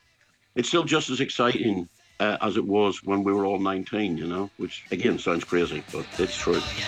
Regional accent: Belfast, Northern Ireland, United Kingdom; Growing up in Belfast

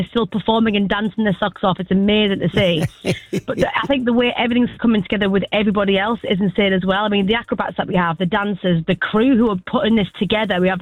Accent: Darlington, North East England, United Kingdom; moved away; also born or lived in Consett; I'm obviously born and bred in Consett, raised in Darlington

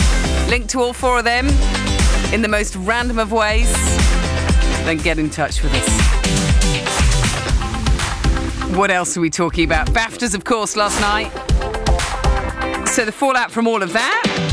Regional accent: South Africa; born there; Yes. I was born in South Africa.

